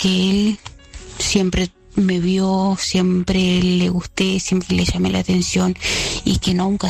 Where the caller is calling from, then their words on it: Argentina; te escucho desde Argentina.